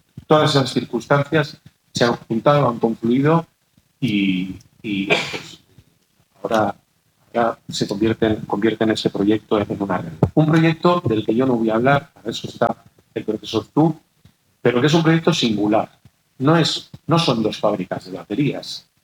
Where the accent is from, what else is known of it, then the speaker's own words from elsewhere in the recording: Valladolid, Castile and León, Spain; mi tierra, con Valladolid